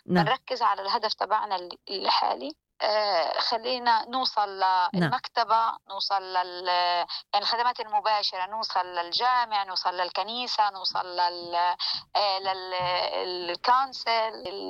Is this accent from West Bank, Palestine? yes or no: no; Gaza, Gaza Strip, Palestine; moved away as an adult; now in Australia; إحنا عندنا في فلسطين